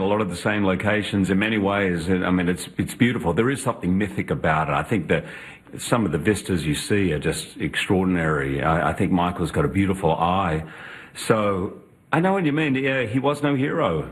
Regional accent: Australia; I mean, I grew up in Australia, so we would go

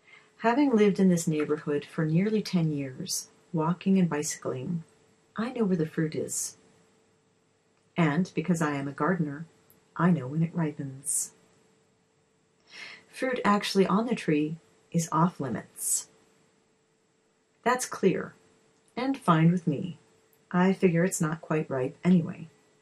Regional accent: Hong Kong; moved away as an adult; now in California, United States; This was a serious issue for me after I moved to California from Hong Kong, where there are no yards at all.

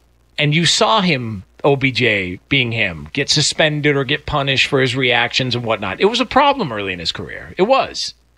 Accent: California, United States; I was born in Southern California, spent my entire life in Southern California. I also worked and lived in the South.

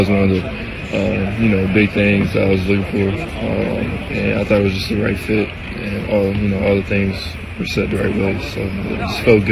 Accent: Missouri, United States; You know, I'm from Missouri, so, you know, we don't mess with Kansas too much.

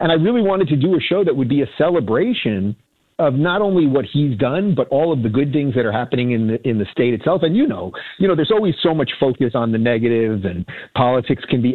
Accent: California, United States; moved away as an adult; now in Florida, United States; I'm a transplant from Cali, came to Florida during COVID, December of 21, moved my family and two companies here.

